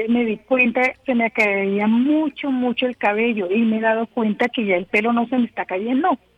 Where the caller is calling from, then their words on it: Bogotá, Colombia; desde acá de Bogotá.